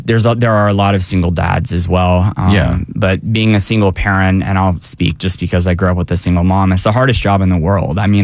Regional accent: Marietta, Georgia, United States; I grew up in Marietta, Georgia.

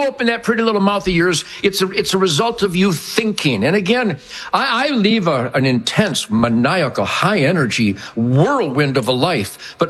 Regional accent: Detroit, Michigan, United States; born there; all those black artists, Motown, I was born in Motown.

